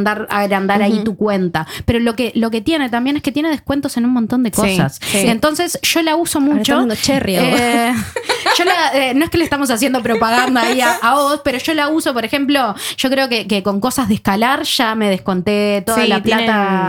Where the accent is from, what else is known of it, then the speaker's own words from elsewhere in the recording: Uruguay; now in Norway; yo como uruguaya, de que está muy acostumbrada al sistema de cooperativas y a esto de que tenés que tener antigüedad, una de las primeras cosas que hice acá en Noruega